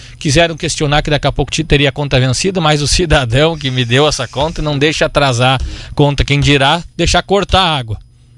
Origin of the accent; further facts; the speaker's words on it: Brazil; Lá na Vila Cis, quando era que eu nasci, me criei lá, na Avenida São Cristóvão